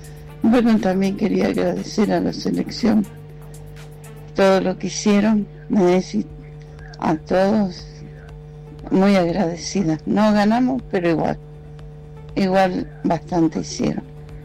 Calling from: Neuquén, Argentina; soy de Neuquén

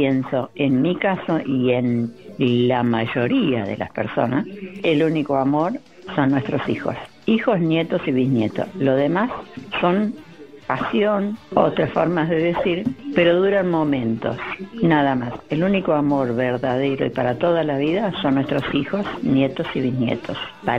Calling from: Buenos Aires, Argentina; de Caballito.

